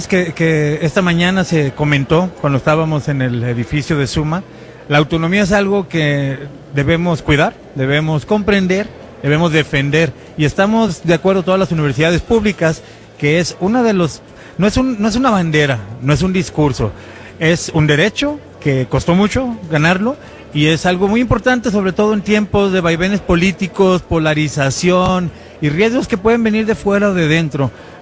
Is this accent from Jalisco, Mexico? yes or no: yes; Guadalajara, Jalisco, Mexico; Hola, ¿qué tal? … de Guadalajara.